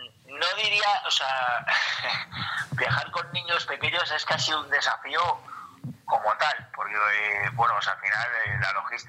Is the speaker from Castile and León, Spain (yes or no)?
no; Buitrago de Lozoya, Community of Madrid, Spain; en mi pueblo, en Buitrago de Lozoya